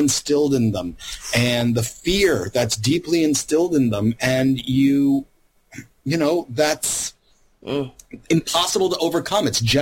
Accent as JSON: {"language": "English", "region": "Louisiana", "country": "United States", "tie": "born or raised there", "said": "I'm like, I grew up mostly in Louisiana."}